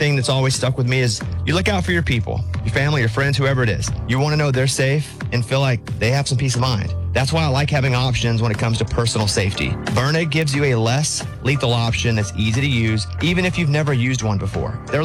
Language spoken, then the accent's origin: English; Mountain Pine, Arkansas, United States; moved away; Mountain Pine, my hometown